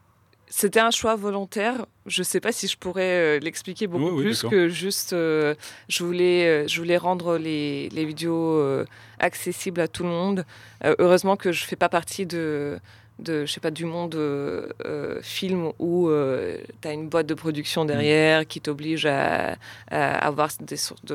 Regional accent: Russia; Parce que moi, j'ai grandi en Russie et en Russie, c'était énorme.

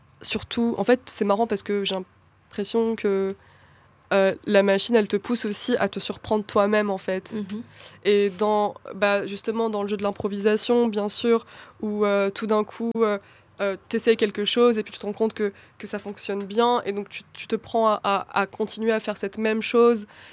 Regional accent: Kabylie, Algeria; moi aussi je suis kabyle, donc on parle un peu Azul Flawen, etc.

